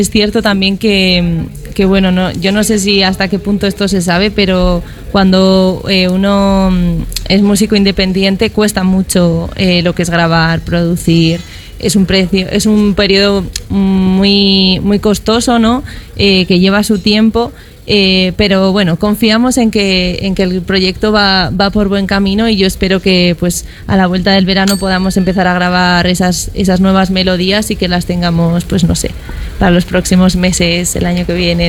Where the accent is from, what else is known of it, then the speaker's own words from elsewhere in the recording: Burgos, Castile and León, Spain; moved away as an adult; also born or lived in Buenos Aires; todas esas cosas que yo recuerdo de mi infancia aquí en Burgos.